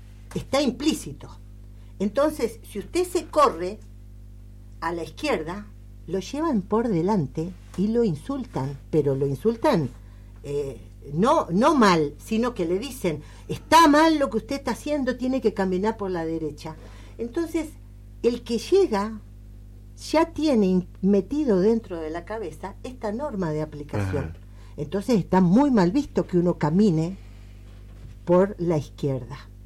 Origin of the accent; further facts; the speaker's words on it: Argentina; Los argentinos somos bondadosos.